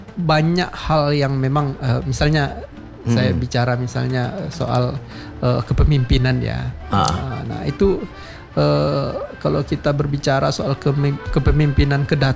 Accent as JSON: {"language": "Indonesian", "area": "Siak", "region": "Riau", "country": "Indonesia", "tie": "born or raised there", "said": "kalau di Siak ini kan banyak makam-makam yang tua juga, termasuk di kampung saya"}